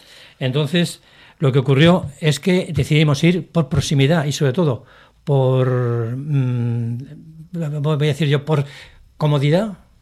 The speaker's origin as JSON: {"language": "Spanish", "region": "Aragon", "country": "Spain", "said": "como soy buen aragonés y por tanto tozudo"}